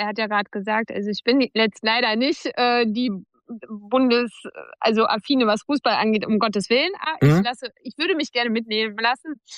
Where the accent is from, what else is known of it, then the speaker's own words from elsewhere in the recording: Berlin, Germany; born there; now in Bielefeld, Germany; Also ich bin gebürtige Berlinerin und ich lebe in Bielefeld